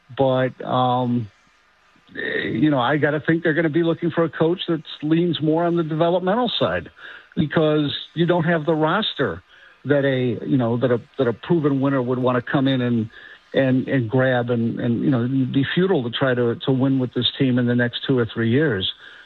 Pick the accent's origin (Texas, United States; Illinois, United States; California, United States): Illinois, United States; I grew up in the Chicago suburbs.